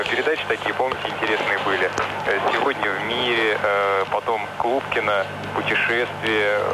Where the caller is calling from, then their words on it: Volgograd, Volgograd Oblast, Russia; я из Волгограда сам.